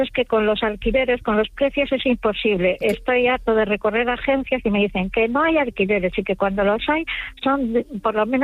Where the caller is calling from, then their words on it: Santander, Cantabria, Spain; De Santander.